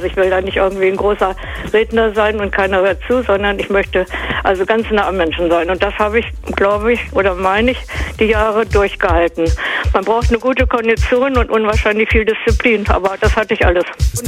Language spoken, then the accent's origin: German; Fallersleben, Lower Saxony, Germany; ich bin in Fallersleben geboren worden, habe eigentlich, sag jetzt so mal, mich mit diesem Ort hier identifiziert, bin hier aufgewachsen